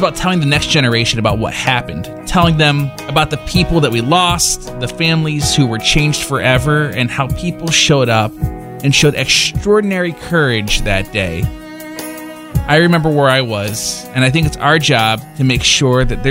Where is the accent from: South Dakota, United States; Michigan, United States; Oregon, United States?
South Dakota, United States; So I was raised in South Dakota, but my family is originally from New Jersey.